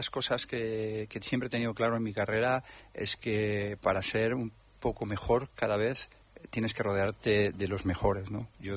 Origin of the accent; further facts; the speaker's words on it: Valencian Community, Spain; also born or lived in Madrid; yo vivía en Madrid. No es que haya dejado de vivir, pero como valenciano, a mí la terreta me tira mucho. Y el clima y la playa y el sol. Yo soy afortunado de los que viven enfrente del mar todo el año.